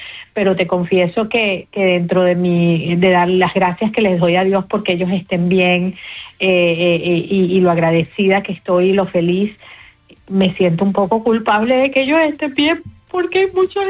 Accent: Venezuela; moved away; mi mamá vive en Caracas, mi hermana vive en Caracas. Yo estoy viviendo esto no solamente como activista, sino como venezolana directamente afectada por mi familia.

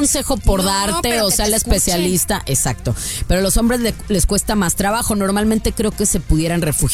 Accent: Guadalajara, Jalisco, Mexico; moved away; las queens, esas tapatías importadas desde Guadalajara, Guadalajara, Jalisco, México.

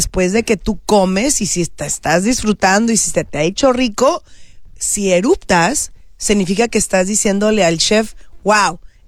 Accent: Mexico; especialmente siendo de Latinoamérica y siendo mexicana

